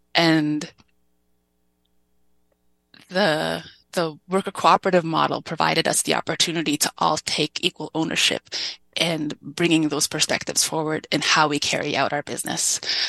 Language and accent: English; Winnipeg, Manitoba, Canada; For myself, I'm born and raised in Winnipeg. And so what does it mean for me as a second generation Filipino-Canadian?